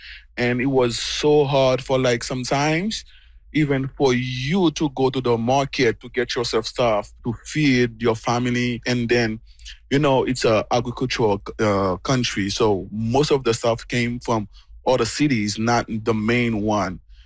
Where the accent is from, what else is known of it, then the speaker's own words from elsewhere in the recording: Port-au-Prince, Ouest, Haiti; I was born in Port-au-Prince. My whole life was in Port-au-Prince.